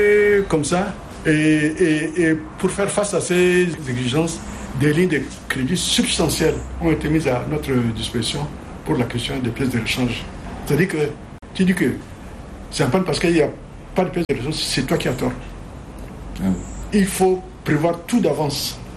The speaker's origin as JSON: {"language": "French", "country": "Romania", "said": "je suis étudiant, je viens de la Roumanie, j'ai mon diplôme, je suis un ingénieur."}